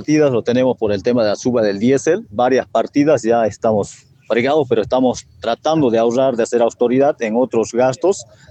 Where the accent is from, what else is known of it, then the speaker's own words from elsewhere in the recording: Yunchará, Tarija, Bolivia; prácticamente me crié toda mi vida en Yunchará, estudié ahí y me crié